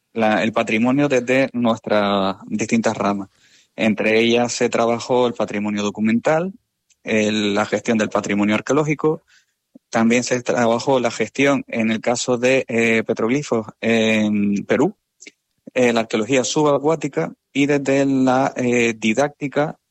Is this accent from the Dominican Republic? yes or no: no; Canary Islands, Spain; varios de ellos somos de aquí, de Canarias